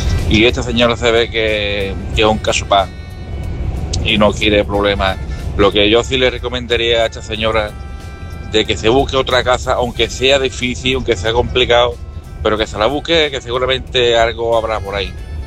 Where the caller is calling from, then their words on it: San Fernando, Andalusia, Spain; corresponsal de San Fernando, Cádiz.